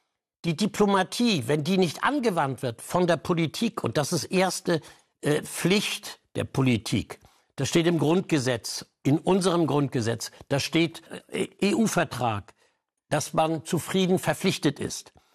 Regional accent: Germany

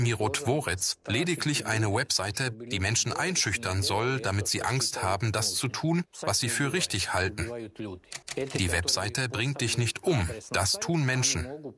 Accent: Serbia; now in Donbass, Ukraine; Ich komme aus Serbien. Ich bin seit 2014 im Donbass

